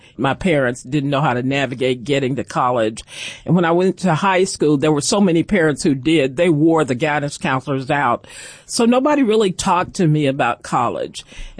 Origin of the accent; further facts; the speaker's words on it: Chattanooga, Tennessee, United States; born there; which I navigate since I was born in Chattanooga.